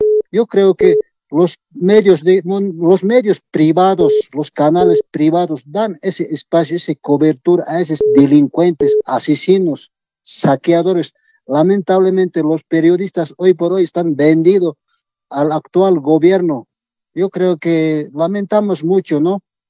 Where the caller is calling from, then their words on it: La Paz, Bolivia; Estoy llamando de aquí, Departamento de La Paz.